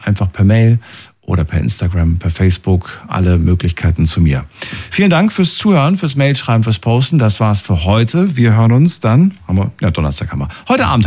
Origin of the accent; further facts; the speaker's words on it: Thuringia, Germany; Naja, ich weiß nicht. Ich war noch sehr klein, als ich geboren wurde in Thüringen.